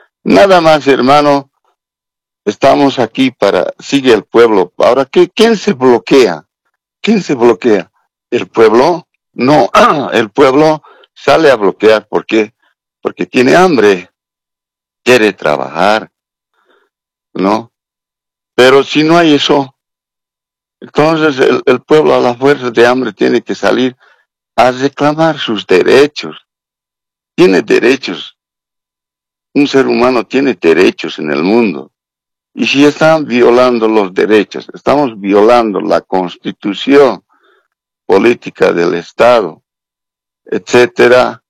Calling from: La Paz, Bolivia; aquí en La Paz

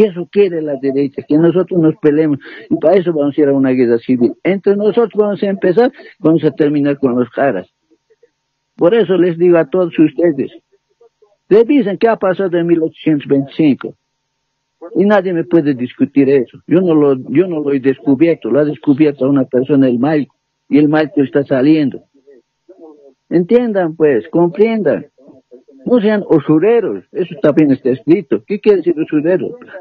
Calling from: Bolivia

